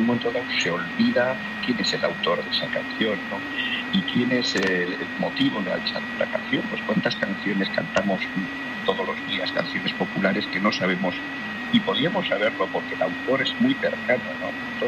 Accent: Hernani, Basque Country, Spain; hubo una semana cultural muy, muy intensa en Hernani, de donde soy yo

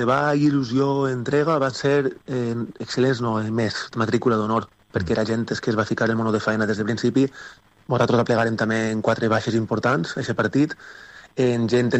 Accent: Xeraco, Valencian Community, Spain; perquè jo sóc de Xeraco, que està al costat

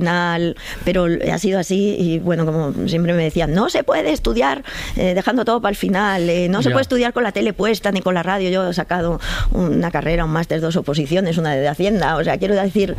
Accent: San Sebastián, Basque Country, Spain; porque soy donostiarra, claro.

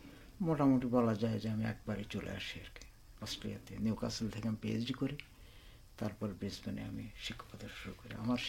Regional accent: Chuadanga District, Khulna Division, Bangladesh; moved away as an adult; also born or lived in Rajshahi; now in Brisbane, Australia; আমি ব্রিসবেনে আছি 1990 সাল থেকে। আমি আমার জন্মস্থান চুয়াডাঙ্গা জেলায়, আমার পড়াশোনা চুয়াডাঙ্গা জেলার একটা হাই স্কুল দর্শনাতে

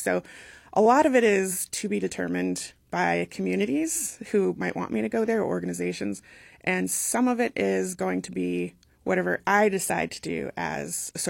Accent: Alaska, United States; I'm Tlingit and Dena'ina. I was born in Craig on Prince of Wales Island, but as my dad was a state trooper, we moved pretty much every year. So I grew up literally all over Alaska. So Alaska is my home.

